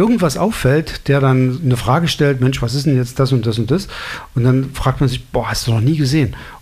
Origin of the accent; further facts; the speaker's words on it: Altenburg, Thuringia, Germany; wenn ich jetzt durch meine Heimatstadt Altenburg laufe oder hier auch durch Leipzig oder durch Markkleeberg